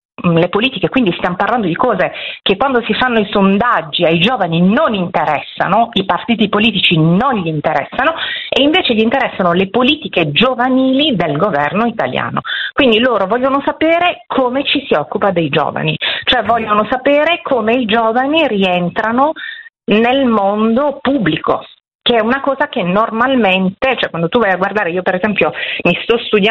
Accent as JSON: {"language": "Italian", "town": "Matera", "region": "Basilicata", "country": "Italy", "also_born_or_lived": "Milan", "said": "No, io sono materana, ma mio marito è lombardo."}